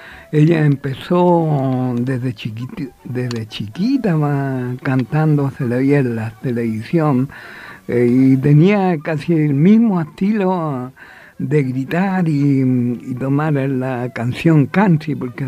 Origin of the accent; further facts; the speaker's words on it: San Bernardo, Santiago Metropolitan Region, Chile; mi pueblo natal, San Bernardo